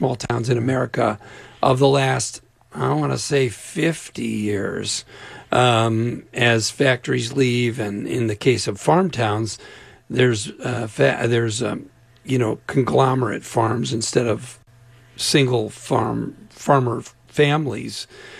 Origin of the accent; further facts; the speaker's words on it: Naperville, Illinois, United States; Yeah, I'm from Chicago. I'm from Naperville